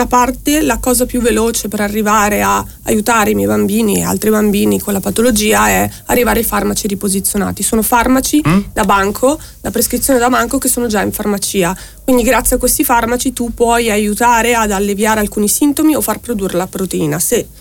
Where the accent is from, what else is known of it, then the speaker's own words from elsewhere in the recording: Mapello, Lombardy, Italy; Noi siamo di Mapello.